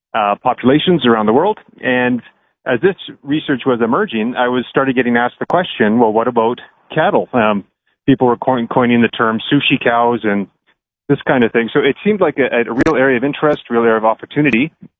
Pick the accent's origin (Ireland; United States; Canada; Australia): Canada; West Coast; moved away; I grew up on the West Coast, you know, playing on the beach.